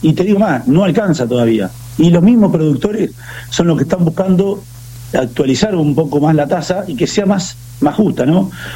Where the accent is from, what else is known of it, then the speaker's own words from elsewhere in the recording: Azul, Buenos Aires Province, Argentina; born there; Yo nací en Azul, soy azuleño. Nací en el campo, nací en la boca de la sierra.